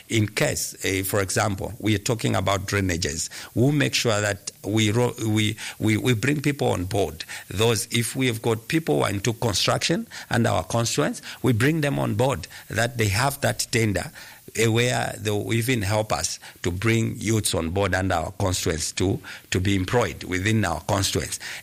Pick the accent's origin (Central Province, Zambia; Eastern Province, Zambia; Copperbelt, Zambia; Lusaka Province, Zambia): Lusaka Province, Zambia; Lusaka; I am a person who was born in Ngombe, and I grew up in Ngombe facing the same challenges that I'm talking about